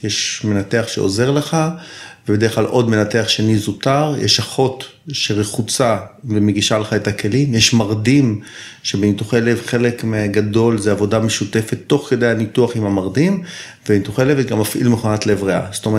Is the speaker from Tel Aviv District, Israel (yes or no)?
yes; Tel Aviv, Tel Aviv District, Israel; now in Zikhron Ya'akov, Israel; אני תל אביבי במקור, גר היום בזיכון בן 56, נשוי, אבא לשלוש בנות